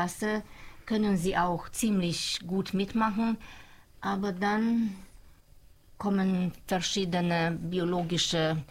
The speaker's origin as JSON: {"language": "German", "town": "Mezőtúr", "region": "Jász-Nagykun-Szolnok", "country": "Hungary", "tie": "born there", "second_language": "German", "said": "es wäre so schön, diesen Projekt auch auf meine Geburtsstadt Mesotur auszubreiten."}